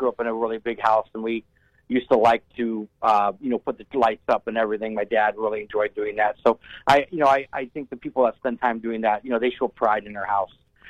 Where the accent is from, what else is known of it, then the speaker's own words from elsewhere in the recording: North Canton, Ohio, United States; I mean, I go where I grew up in North Canton.